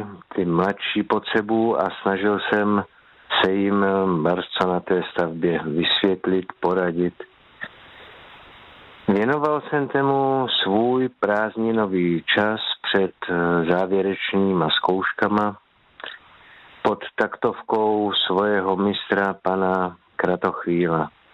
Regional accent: Moravia, Czechia; pracoval jsem pro velice nádhernou dědinu u nás na Moravě, zvanou Dambořice

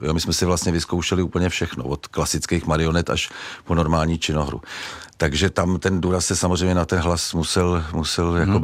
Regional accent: Prague, Czechia; jsem taky rodilý Pražák

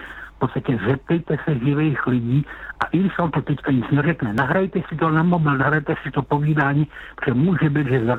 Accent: Lysá nad Labem, Central Bohemian Region, Czechia; Já jsem z Lise nad Labem. A kdo ví, tak kousek od Lise nad Labem je s tou Milovice

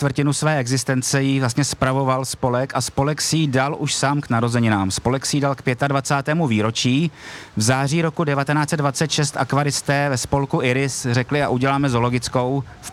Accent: Plzeň, Plzeň Region, Czechia; Já jsem kluk ze Slován a mám nejstarší vzpomínky od svých 5-6 let, od toho roku 79, 80-81

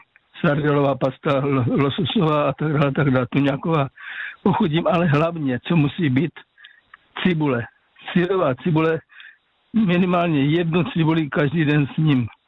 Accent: Moravian Slovakia, Czechia; já pocházím z Moravskoslovácka

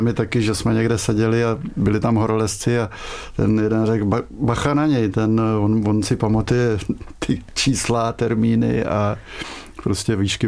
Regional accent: České Budějovice, South Bohemian Region, Czechia; bohužel jsem z Českých Budějovic a tam je do jakýchkoliv hor hodně daleko

